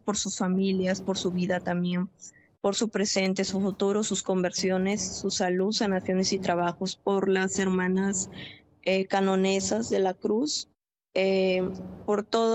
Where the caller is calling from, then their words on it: Peru; Hablo desde Perú.